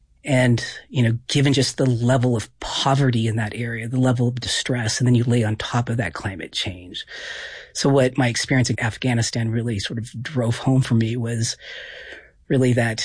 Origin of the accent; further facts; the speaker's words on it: Pacific Northwest, United States; And we moved around quite a bit. I've spent most of my life up in the Pacific Northwest